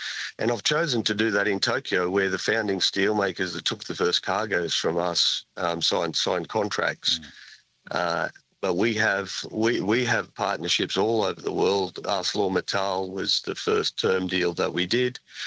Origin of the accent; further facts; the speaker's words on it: Australia; But for us and our future plans as an Australian company, and I'm Australian and for Australia first, unashamedly